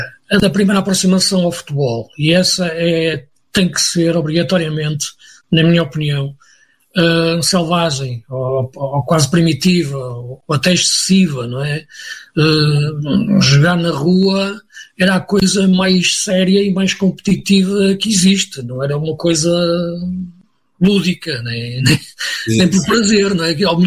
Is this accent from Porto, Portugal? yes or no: yes; Porto, Portugal; also born or lived in Braga; Eu sou aqui da região do Porto, não é?